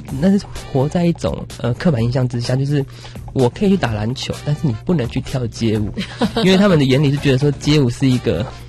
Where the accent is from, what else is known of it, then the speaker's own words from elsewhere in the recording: Ji'an, Hualien County, Taiwan; moved away; 我在吉安乡这个位置上面